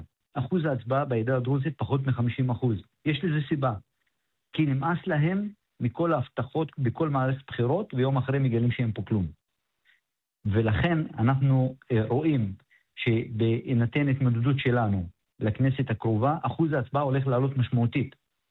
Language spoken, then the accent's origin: Hebrew; Maghar, Northern District, Israel; אני ממרר.